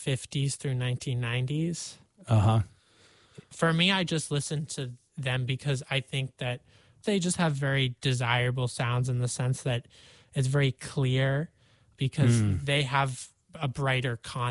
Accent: Vermont, United States; given that I'm from Vermont, I like to take walks. I like to ski. I like to hike.

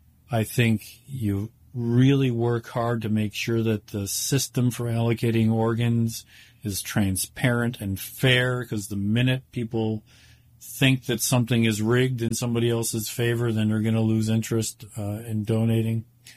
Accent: Buffalo, New York, United States; moved away; I grew up in Buffalo. My parents are still there.

